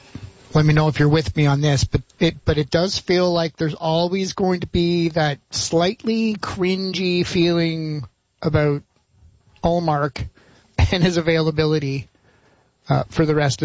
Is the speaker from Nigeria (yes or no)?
no; Montreal, Quebec, Canada; I'd be growing up in Montreal.